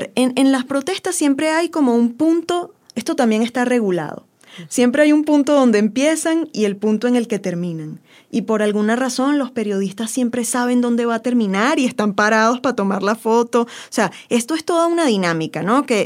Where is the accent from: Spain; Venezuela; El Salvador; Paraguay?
Venezuela; ¿cómo te sientes tú como venezolano? Es como, sí, ok, yo padezco este contexto